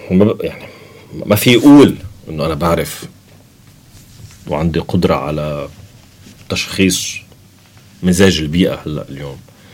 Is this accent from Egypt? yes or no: no; Lebanon